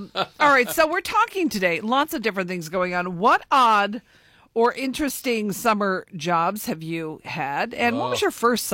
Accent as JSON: {"language": "English", "town": "Cuyahoga Falls", "region": "Ohio", "country": "United States", "tie": "born or raised there", "said": "growing up in Cuyahoga Falls"}